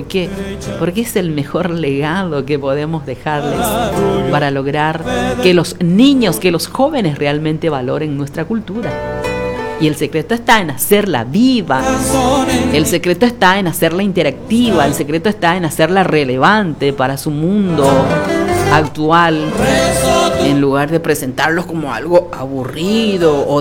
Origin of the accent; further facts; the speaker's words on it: Paraguay; Somos la nación paraguaya.